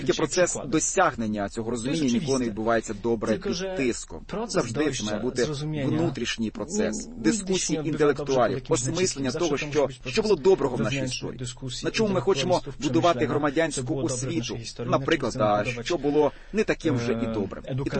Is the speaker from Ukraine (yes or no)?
no; Poland; А як поляк, як польський патріот